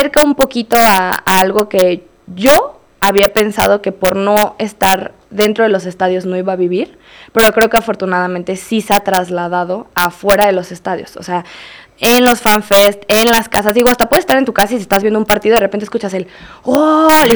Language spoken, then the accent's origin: Spanish; Mexico; que somos muy afortunados como mexicanos de recibir a tantos extranjeros